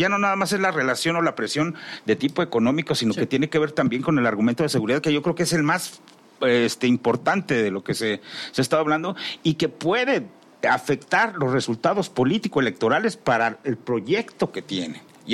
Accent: Mexico; Nos ha tocado como mexicanos tener que adaptarnos a todo.

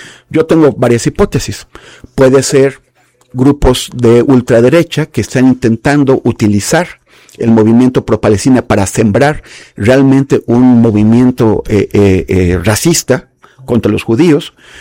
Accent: Mexico; O sea, nosotros como mexicanos, los franceses como franceses, los italianos pueden tener una ideología de derechas, de izquierda

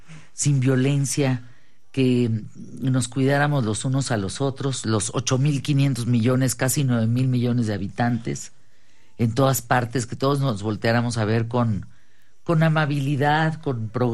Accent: Hidalgo del Parral, Chihuahua, Mexico; moved away; Puro norteño, yo soy de Parral, Chihuahua

